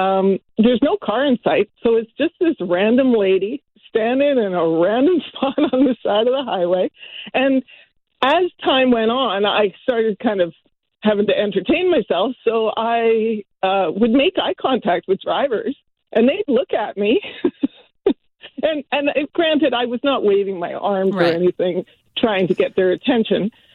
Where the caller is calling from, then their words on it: Maple Ridge, British Columbia, Canada; So on Sunday morning, I left Maple Ridge and I was heading up to visit dear family friends in Naramata.